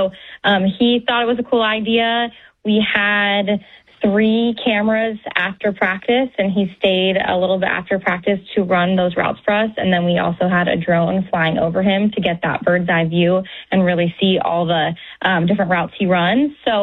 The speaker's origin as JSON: {"language": "English", "town": "Green Bay", "region": "Wisconsin", "country": "United States", "said": "I'm from Green Bay, Wisconsin, as well as John."}